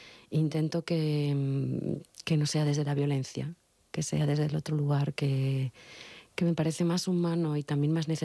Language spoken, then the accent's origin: Spanish; Logroño, La Rioja, Spain; moved away as an adult; also born or lived in Zaragoza; yo que soy de Logroño, pero ya llevaba 4 años viviendo en Zaragoza